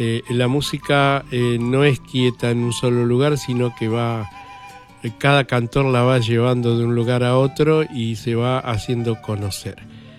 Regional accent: Argentina

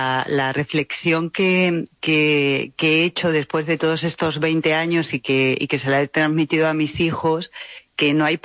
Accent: Toledo, Castilla-La Mancha, Spain; moved away as an adult; now in Argentina; yo soy toledana, ¿no? Volver a vivir en Toledo, y mis hijos igual, porque sigue estando nuestra familia, nuestras raíces

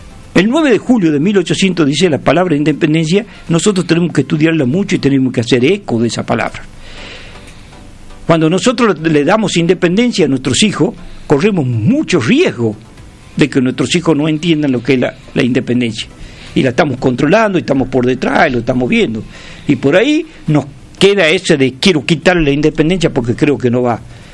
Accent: Tucumán, Argentina; nosotros los tucumanos

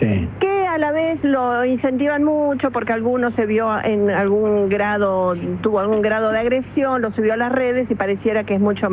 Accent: Buenos Aires, Argentina; now in Europe; porque si bien uno está acostumbrado, como porteña, te digo, a 36 grados, ¿no? Como lo vivimos en Buenos Aires muchísimas veces.

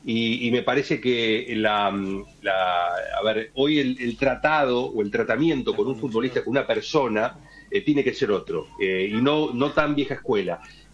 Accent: Argentina; Siempre como argentinos tenemos...

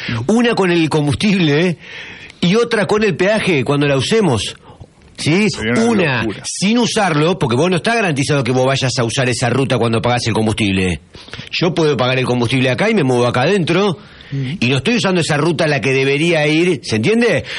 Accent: Santa Fe, Argentina; como argentinos, digamos, y en este caso como santafesinos

